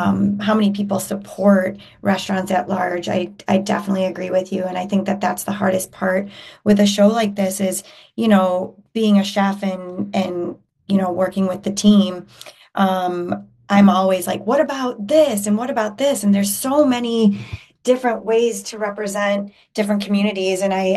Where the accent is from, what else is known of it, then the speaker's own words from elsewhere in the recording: Chicago, Illinois, United States; now in Los Angeles, United States; I grew up in Chicagoland having access to, I used to live by La Pasadita.